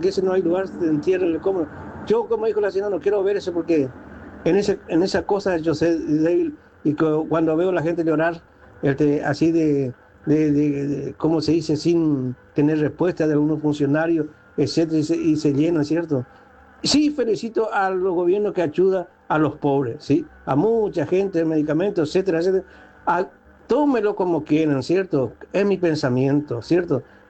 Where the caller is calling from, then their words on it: Eldorado, Misiones, Argentina; Acá mateando en la exuberante vegetación de la Tierra Roja de El Dorado, Misiones. … acá en la Guardia de Cerrón